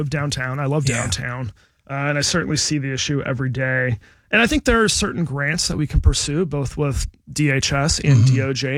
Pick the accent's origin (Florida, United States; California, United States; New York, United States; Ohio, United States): Ohio, United States; my hometown needs a new bridge to Kentucky.